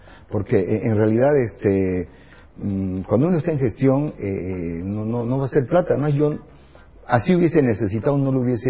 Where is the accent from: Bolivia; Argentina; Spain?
Bolivia; moved away as an adult; No tenía recursos económicos para vivir en ningún país como cualquier boliviano